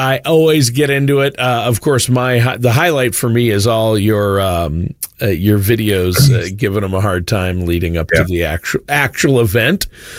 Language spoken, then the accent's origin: English; Minnesota, United States; Even though, I'm from Minnesota and my Vikings, I'm a little concerned for them this year.